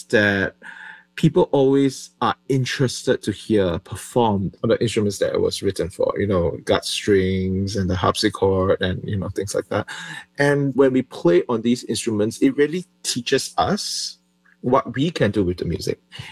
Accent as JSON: {"language": "English", "country": "Singapore", "tie": "born or raised there", "moved": "yes", "said": "when I was growing up in Singapore."}